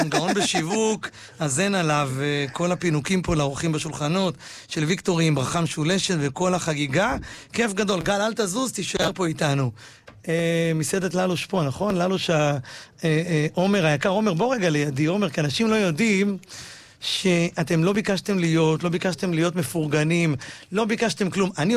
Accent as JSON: {"language": "Hebrew", "town": "Bat Yam", "region": "Tel Aviv District", "country": "Israel", "tie": "born or raised there", "said": "גם אני גדלתי בבת ים."}